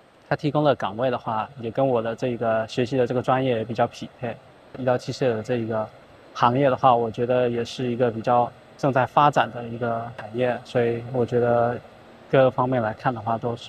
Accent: Jinjiang, Fujian, China; moved away as an adult; 本身也是晋江人嘛，然后回家乡发展

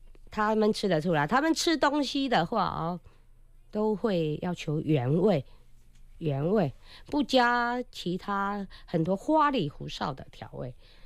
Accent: Fujian, China; 我们闽南人

